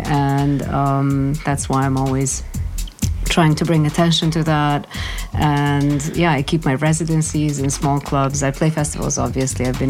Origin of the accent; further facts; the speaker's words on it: Belgrade, Serbia; now in Berlin, Germany; I never gave up on my home city.